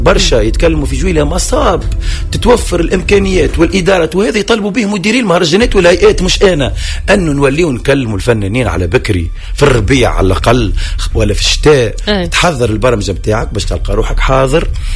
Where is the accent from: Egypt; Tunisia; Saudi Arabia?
Tunisia; انا كفنان تونسي